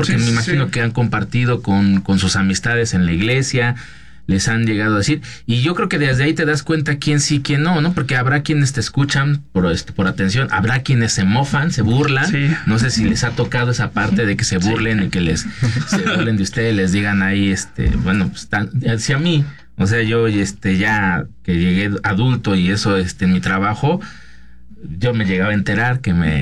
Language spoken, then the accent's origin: Spanish; Mexico; así somos los mexicanos